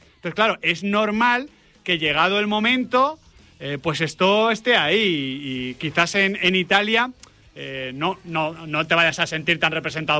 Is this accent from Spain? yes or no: yes; Community of Madrid, Spain; nosotros somos madrileños y tal.